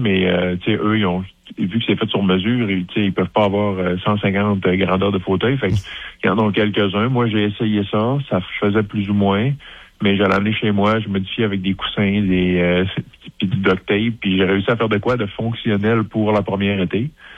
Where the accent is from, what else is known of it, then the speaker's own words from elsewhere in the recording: Quebec, Canada; je suis un petit gars de région, je viens du Saguenay-Lac-Saint-Jean